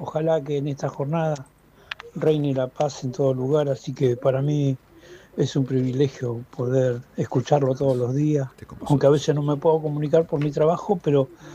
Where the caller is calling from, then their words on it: Gualeguay, Entre Ríos, Argentina; Que los saludo desde Gualeguay